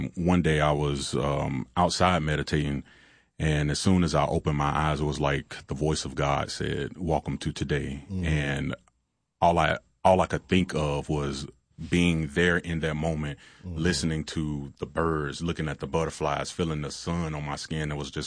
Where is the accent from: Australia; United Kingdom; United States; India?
United States; Chattanooga, Tennessee; being a young black male growing up in Chattanooga, single mom.